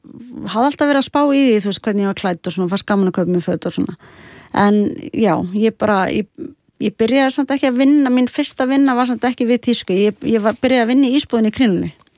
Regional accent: Reykjavík, Capital Region, Iceland; also born or lived in Sweden; svo er ég bara alin upp í Vesturbæ Reykjavíkur, West Side.

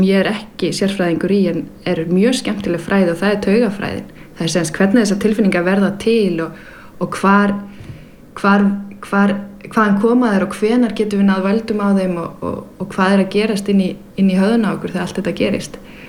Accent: Denmark; now in Iceland; Nú er ég alin upp í Danmörku og það er það mjög mjög sjaldan að þú verður fyrir reiði í opinberu rými

